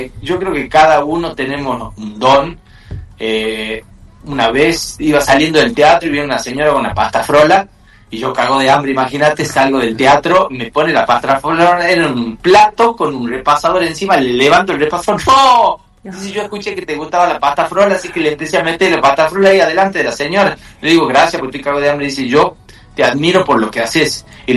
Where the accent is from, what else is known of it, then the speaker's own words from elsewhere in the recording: San Miguel de Tucumán, Tucumán, Argentina; yo nazco en el 78 acá en Tucumán